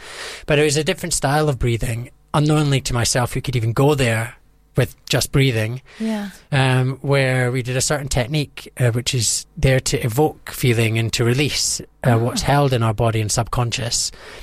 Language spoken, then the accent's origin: English; Scotland, United Kingdom; I'm from Scotland, so there is a bit of cultural differences as well